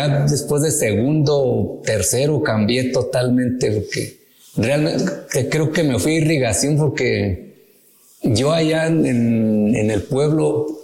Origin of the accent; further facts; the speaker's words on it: Cimatlán, Oaxaca, Mexico; Originario, soy del estado de Oaxaca, específicamente de un pueblo que se llama Yoquesco de Aldama, Cimatlán.